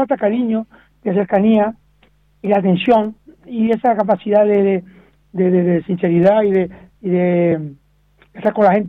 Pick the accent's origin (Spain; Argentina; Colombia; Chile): Spain; San Mateo